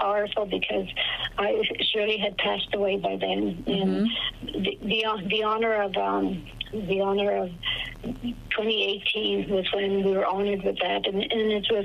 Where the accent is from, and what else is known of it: Inuvik, Northwest Territories, Canada